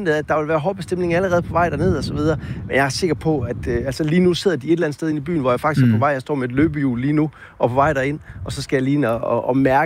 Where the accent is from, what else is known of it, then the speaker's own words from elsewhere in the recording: Jutland, Denmark; du ved jo udmærket godt, at halvdelen af København den er besat af jyder, inklusive mig selv.